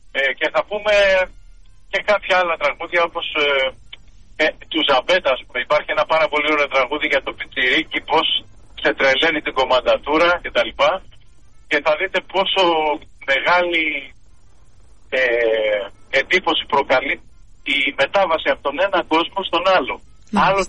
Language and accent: Greek; Kefalonia, Ionian Islands, Greece; moved away; πηγαίνω στην Πατρίδα μου στην Κεφαλονιά